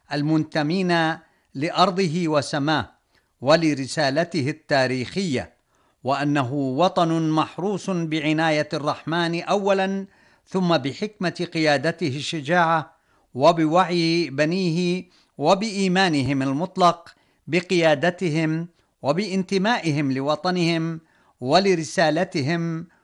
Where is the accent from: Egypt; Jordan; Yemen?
Jordan; ونحن كأردنيين